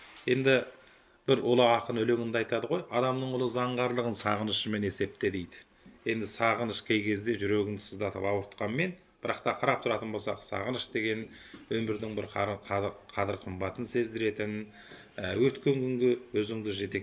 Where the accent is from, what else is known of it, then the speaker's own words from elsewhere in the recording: Fukang, Xinjiang, China; moved away; Өйткені енді осы кісінің де туған жері, менің де туған жерім осы Фукан қаласының Аққала ауылының негізі қыстаулық жері.